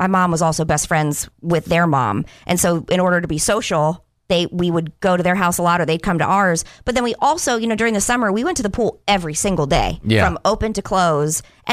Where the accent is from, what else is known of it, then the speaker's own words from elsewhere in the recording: Quarryville, Pennsylvania, United States; So every year, well, growing up in Pennsylvania, Quarryville, Pennsylvania, my mom would put reflective vests on us